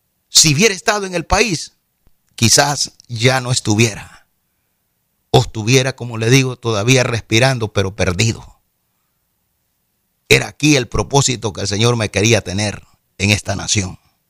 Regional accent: El Salvador; moved away as an adult; now in United States; de donde venía, de mi tierra, El Salvador.

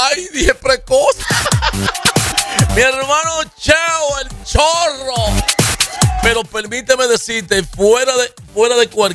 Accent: Puerto Rico; ¡Somos Boricua!

